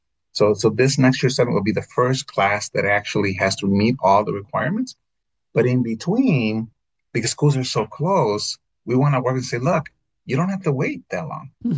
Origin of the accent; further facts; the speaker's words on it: Illinois, United States; also born or lived in Texas / Nevada; In our state, I was in Texas, I was in Nevada, I was in my home state of Illinois.